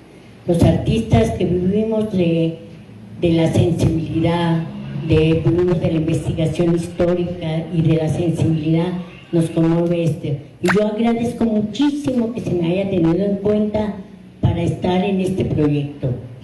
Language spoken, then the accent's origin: Spanish; Colombia; yo soy ecuatoriana colombiana, nacida y estudiada en Colombia.